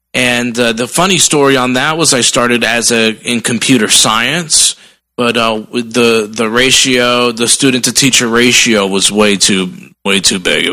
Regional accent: Paterson, New Jersey, United States; born or raised there

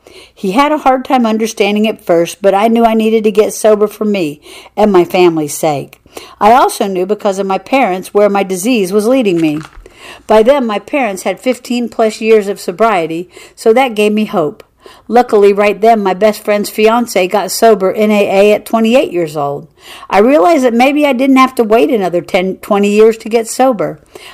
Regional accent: Canadian Prairies, Canada; I was raised on the Canadian prairie, so I often make the analogy of my mother's sobriety being like fresh tracks after a snowfall.

